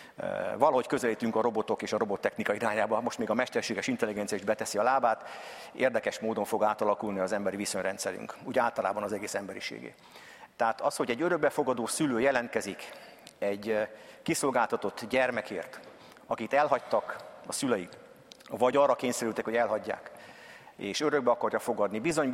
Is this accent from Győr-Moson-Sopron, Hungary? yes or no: no; Budapest, Hungary; also born or lived in Tiszalök, Szabolcs-Szatmár-Bereg County; én Csepelen nőttem föl, tehát ott jártam általános iskolában, korai gyerekkoromban fölkerültek a szüleim Budapestre, Csepelre, és hogy eddikányos gimnáziumban végeztem.